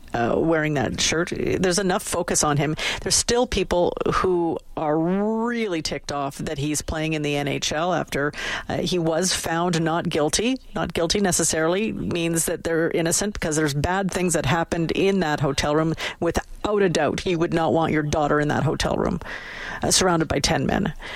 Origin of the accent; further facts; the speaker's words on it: Philippines; This person says it's Filipino food. I'm Filipino, and Filipinos are germaphobes, so you're safe.